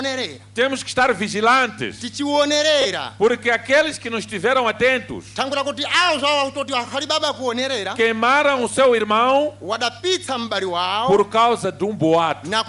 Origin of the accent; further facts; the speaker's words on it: Mozambique; Nós, como moçambicanos, somos um povo de paz.